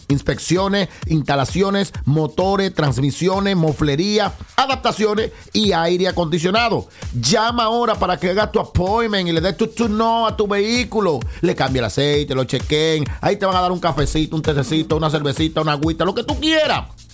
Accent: Dominican Republic; Un dominicano, porque somos los dominicanos.

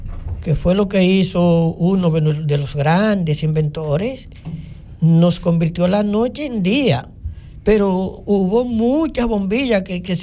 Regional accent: Barahona, Dominican Republic; Y yo salí de Barahona y la no veo en Santo Domingo.

